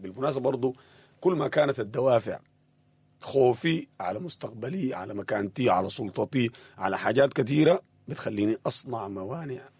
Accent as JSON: {"language": "Arabic", "country": "Sudan", "said": "فدي واحدة من المشكلات والأزمات الكبيرة اللي نحن واقعين فيها كسودانيين"}